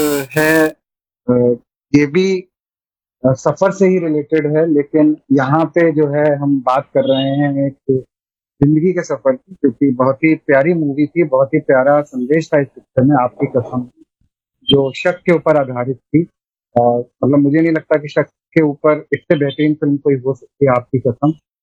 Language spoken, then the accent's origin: Hindi; Kanpur, Uttar Pradesh, India; मध्यम वर्ग में कानपुर से उत्तर प्रदेश से